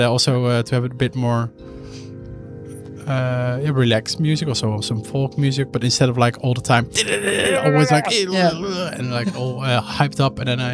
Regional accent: Oosterhout, North Brabant, Netherlands; English is a second language; Close to my hometown village, Oosterhout.

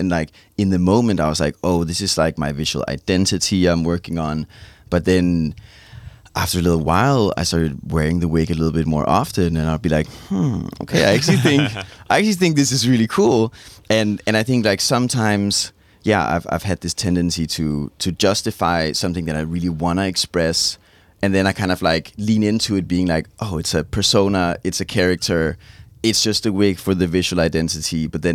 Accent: Denmark; I used to do music in Danish before. So I had like just like my Danish name because I'm from Denmark.

